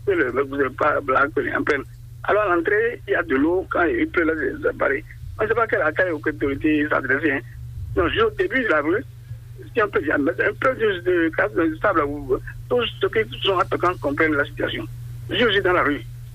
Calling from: Tokan, Benin; Je suis à Tokan.

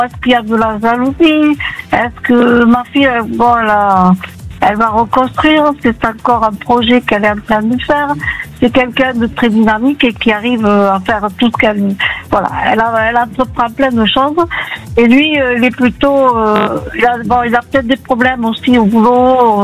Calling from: Toulouse, Occitanie, France; J'appelle de la banlieue toulousaine.

